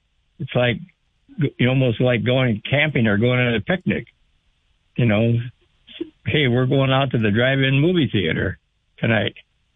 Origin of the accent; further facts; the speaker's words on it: Perham, Minnesota, United States; I grew up in Perm, Minnesota